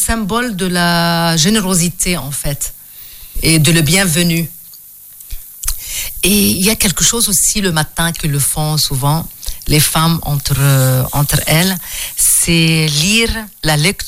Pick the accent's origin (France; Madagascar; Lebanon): Lebanon; au Liban, parce que je suis libanaise